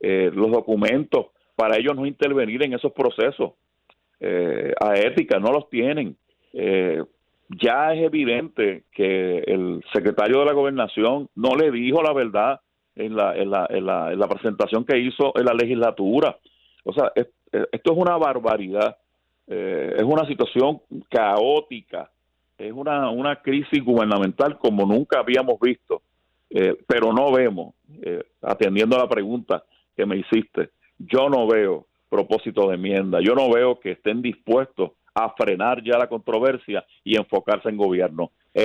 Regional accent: Puerto Rico

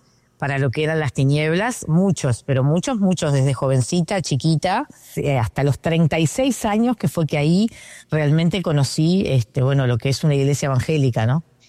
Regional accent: Montevideo, Uruguay; bueno, soy de Montevideo, Uruguay, o sea que bien, bien por acá, por el sur.

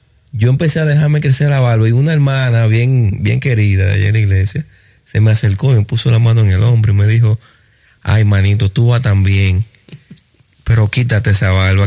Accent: Dominican Republic; born there; A donde yo nací, ahí en Dominicana.

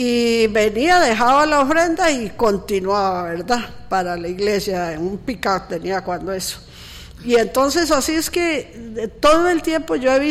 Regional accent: Cachí, Cartago, Costa Rica; porque yo soy de Cachí

